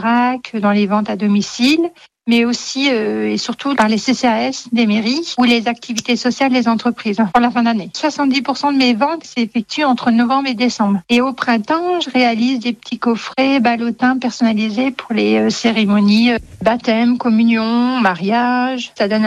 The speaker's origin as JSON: {"language": "French", "region": "Hauts-de-France", "country": "France", "said": "chez nous dans le Nord"}